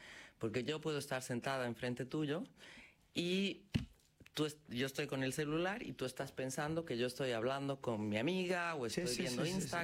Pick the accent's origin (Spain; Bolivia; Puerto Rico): Bolivia; now in Argentina; Yo hablo como soy boliviana, hablo como boliviana, pero vivo hace 29 años aquí, entonces me siento argentina